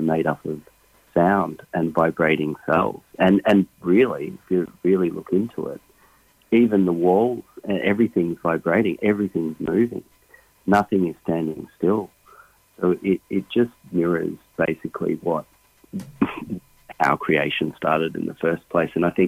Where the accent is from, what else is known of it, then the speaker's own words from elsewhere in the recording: Australia; I guess you can draw from being an Australian